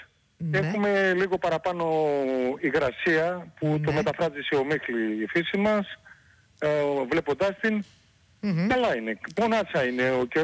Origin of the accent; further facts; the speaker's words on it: Kalymnos, South Aegean, Greece; όπως λέμε εμείς εδώ στο νησί μου, την Κάλυμνο